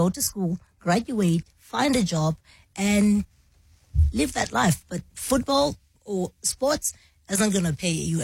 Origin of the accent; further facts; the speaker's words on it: Eastern Cape, South Africa; But obviously I'm coming from the Eastern Cape, but it was not that easy.